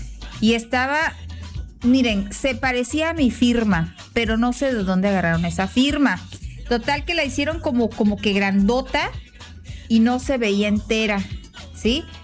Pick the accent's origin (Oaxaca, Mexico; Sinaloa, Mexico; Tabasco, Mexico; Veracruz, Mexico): Tabasco, Mexico; Macuspana; Saludos aquí en ruta en Alta, entregando paquetería en Jalapa. Soy de Macuspana.